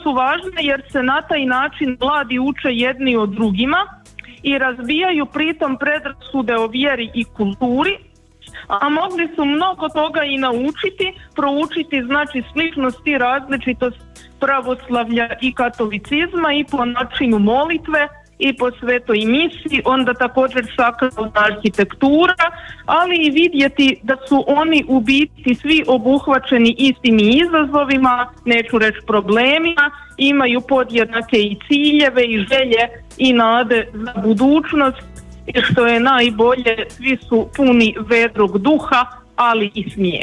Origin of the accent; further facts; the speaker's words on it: Sisak, Sisak-Moslavina County, Croatia; moved away as an adult; now in Zagreb, Croatia; dolazim iz Siska, ali već dulje od desetljeća živim u Zagrebu.